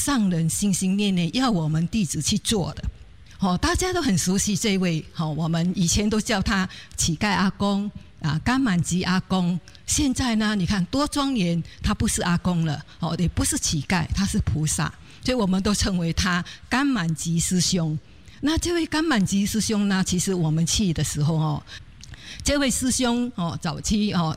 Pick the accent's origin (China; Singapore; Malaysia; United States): Singapore; moved away as an adult; 我来自佛国的新加坡人，